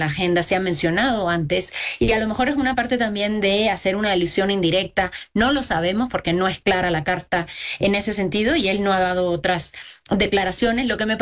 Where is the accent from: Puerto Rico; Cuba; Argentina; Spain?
Cuba; yo soy cubana, y obtener una visa... para México, siendo cubana, es muy difícil.